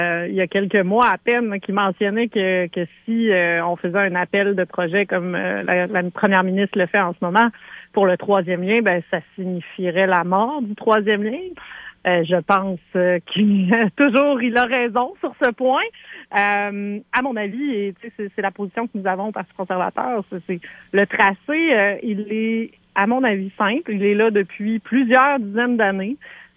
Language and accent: French; Montmagny, Quebec, Canada; Ben, en fait, c'était déjà... Moi, je viens de Montmagny, hein? Donc, oui.